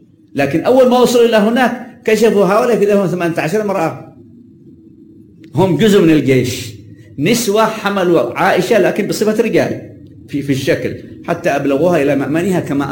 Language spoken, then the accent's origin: Arabic; Yemen